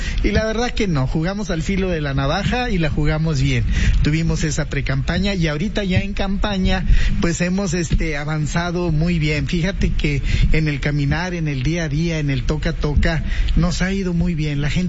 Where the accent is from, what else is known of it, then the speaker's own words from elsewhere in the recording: Saltillo, Coahuila, Mexico; yo soy de aquí, de Saltillo.